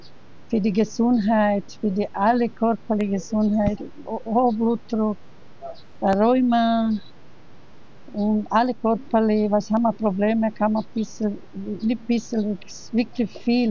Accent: Bosnia & Herzegovina; German is a second language; now in Vöcklabruck, Austria; Ich komme aus Bosnien-Herzegowina. Ich wohne in Beklabruck.

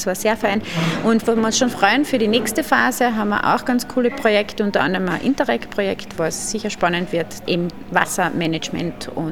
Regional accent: Carinthia, Austria; ich bin aus der Klanok-Region. Das ist in Kärnten, rund um den Milchstädter See, vom Katschberg bis hinauf zur Durchach.

